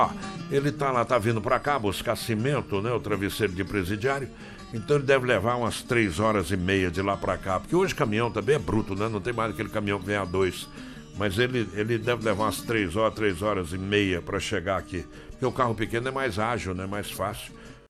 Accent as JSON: {"language": "Portuguese", "region": "Minas Gerais", "country": "Brazil", "tie": "born there", "said": "eu que nasci em Minas Gerais"}